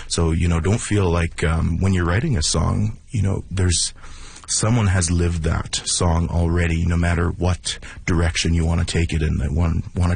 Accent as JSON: {"language": "English", "town": "Sucker Creek", "region": "Alberta", "country": "Canada", "said": "I know I've gone several years to Big Stone Cree Nation. That's, you know, I'm from Sucker Creek, but Big Stone is, I have lots of family from there."}